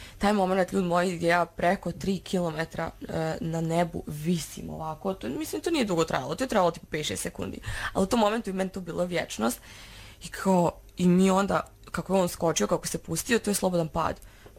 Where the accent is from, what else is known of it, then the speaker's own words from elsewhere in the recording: Srbac, Republika Srpska, Bosnia & Herzegovina; Mi kući, ja sam iz Srpca na selu